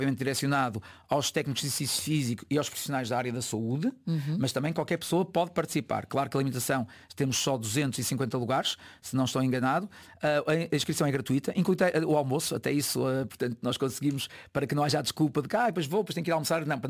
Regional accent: Braga, Norte, Portugal; eu também sou de Braga

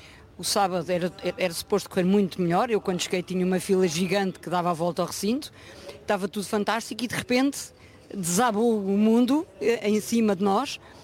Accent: Cascais, Lisbon, Portugal; eu sou de Cascais

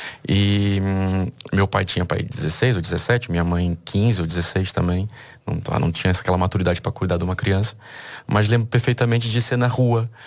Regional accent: São Luís, Maranhão, Brazil; E eu comecei a perceber que, pá, quero falar um bocado da minha terra. E acho que isso tem ajudado muito a divulgar a cultura da minha cidade, que é São Luís, e a cultura do meu estado, que é o Maranhão.

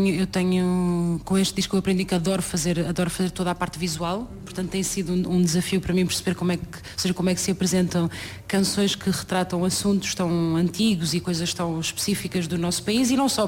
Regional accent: Centro, Portugal; da zona onde eu nasci, onde cresci, ali a zona da beira litoral, ou seja, Pombal, Figueira da Foz, aquela zona por ali

